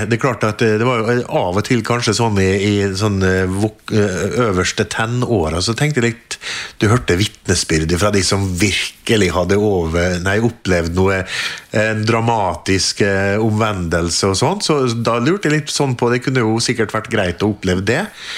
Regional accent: Molde, Møre og Romsdal, Norway; Jeg kommer jo fra Molde, født og oppvokst der. Traff en jente i Bergen og gifta meg og har fått 4 barn.

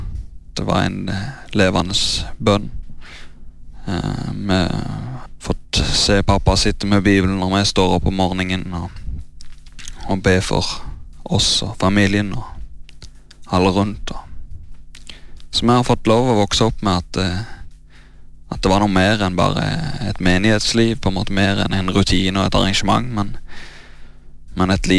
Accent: Vedavågen, Rogaland, Norway; Det stemmer. Født og oppvokst på Karmøy. Det jeg. På Veavågen.

